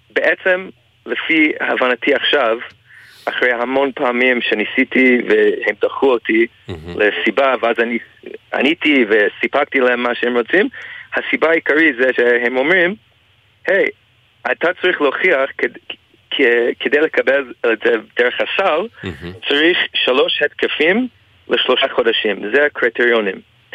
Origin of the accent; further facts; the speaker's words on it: Canada; Hebrew is a second language; moved away as an adult; now in Israel; הייתי, כשהייתי בקנדה, לפני שעליתי לארץ, הייתי תמיד הולך למיונים